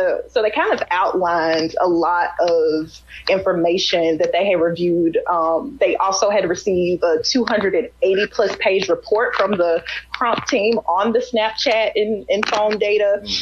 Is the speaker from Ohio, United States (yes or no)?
no; Mississippi, United States; I'm from Mississippi.